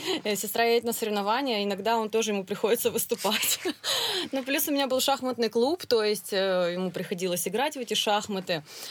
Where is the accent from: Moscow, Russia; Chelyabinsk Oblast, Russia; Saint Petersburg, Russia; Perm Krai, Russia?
Chelyabinsk Oblast, Russia; Chelyabinsk; now in Yekaterinburg, Russia; я сама родом с Челябинска